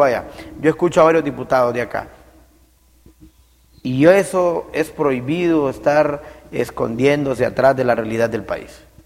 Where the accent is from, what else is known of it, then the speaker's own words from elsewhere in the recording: Siguatepeque, Comayagua, Honduras; Ahí nací, me crié en el barrio San Juan. Soy 0318, uh-huh. Nacido en Siguatepeque.